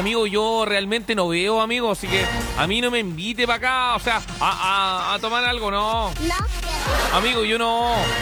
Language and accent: Spanish; Valdivia, Los Ríos, Chile; now in Los Ángeles, Chile; yo soy del sur, soy de Valdivia. En Valdivia, no. Valdivia es tan cambiante, amigo. Allá llueve.